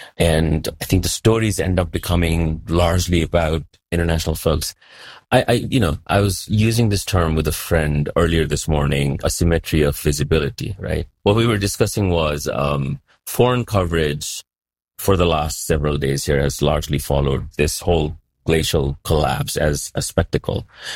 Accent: United States; I say this as a Nepali American, I'm an American citizen that was born and raised here.

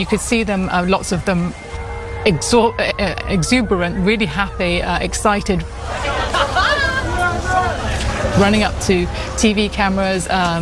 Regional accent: Morocco; Yes, I'm from Morocco.

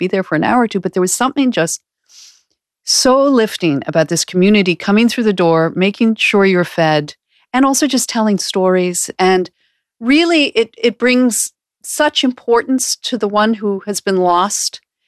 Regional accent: Canada; I grew up Episcopal in Canada, I wasn't not religious, but I just took it as it was given to me.

